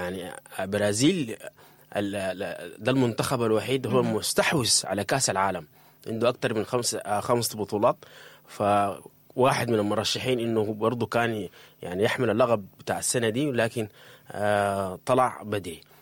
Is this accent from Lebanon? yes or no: no; Sudan; moved away; في قلوبنا صراحة شوق كبير وشغف إنه نحن نرجع السودان